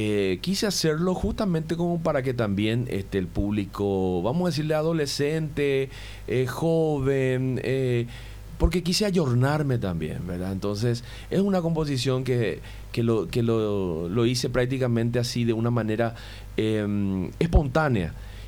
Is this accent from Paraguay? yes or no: yes; Paraguay; somos artistas paraguayos, hemos llevado la bandera de nuestro país siempre en alto.